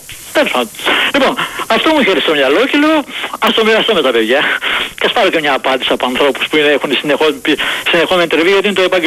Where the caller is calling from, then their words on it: Vyronas, Attica, Greece; είμαι από το Βύρονα.